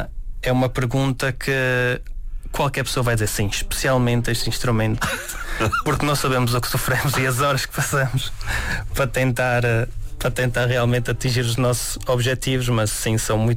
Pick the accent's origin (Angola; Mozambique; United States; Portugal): Portugal; Celorico da Beira, Guarda; Val das Ares, fica em Celorico da Beira.